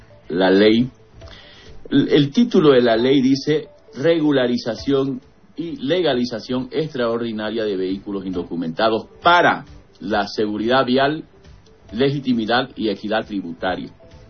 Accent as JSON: {"language": "Spanish", "town": "Samaipata", "region": "Santa Cruz", "country": "Bolivia", "tie": "born there", "said": "Yo soy egresado de la Universidad Evangélica Boliviana de Santa Cruz, yo soy nacido en Samaipata"}